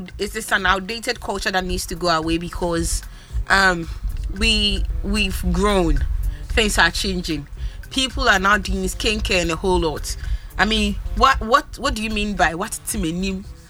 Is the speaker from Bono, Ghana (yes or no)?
yes; Bono, Ghana; I come from the Bono region.